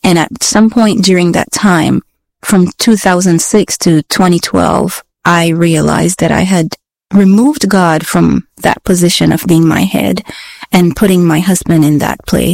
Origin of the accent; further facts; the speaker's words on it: Belize; moved away as an adult; now in United States; Belize is my home country. That's where my family is, my friends, everybody's at.